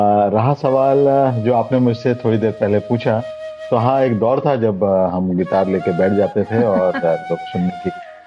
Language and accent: Hindi; Mumbai, Maharashtra, India; मैं मुंबई से हूँ